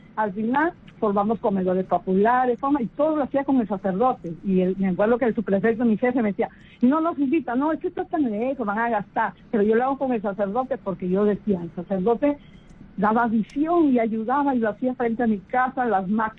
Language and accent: Spanish; Pátzcuaro, Michoacán, Mexico; soy de Pátzcuaro.